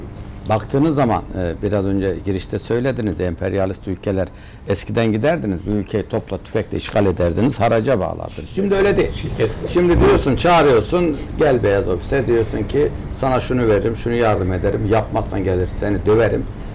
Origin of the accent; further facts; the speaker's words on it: Hekimhan, Malatya, Turkey; moved away; ben kendim Malatya hekim anlayayım. Bizim hekim an maden yatağıdır. Evet. Ben çocukluğum madenin içinde geçti. Orada büyüdüm, orada çalıştım.